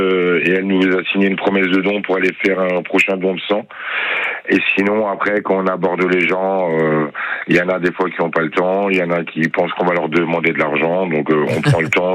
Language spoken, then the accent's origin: French; Grand Est, France; moi, je suis originaire de l'Alsace, donc du Grand Est.